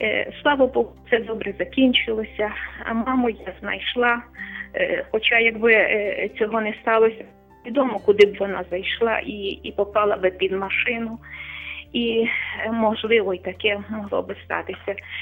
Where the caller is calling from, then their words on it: Lviv, Lviv Oblast, Ukraine; я львів'янка.